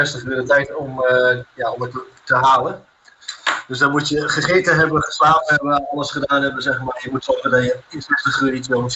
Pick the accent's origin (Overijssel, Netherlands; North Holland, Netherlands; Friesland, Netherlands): Overijssel, Netherlands; Hengelo; Hengelo is mijn thuisstad.